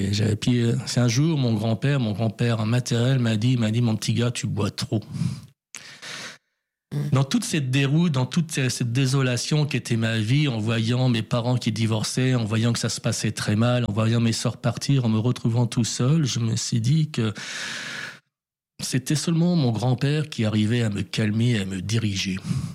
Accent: France; born there; je suis né en France. Il y a une tradition de l'alcool en France.

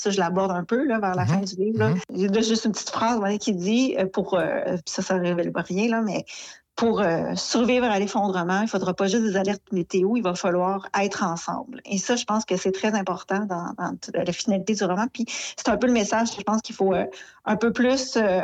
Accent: L'Ascension, Quebec, Canada; qu'il y a eu mon village natal à l'Ascension, il y a eu des pluies diluviennes.

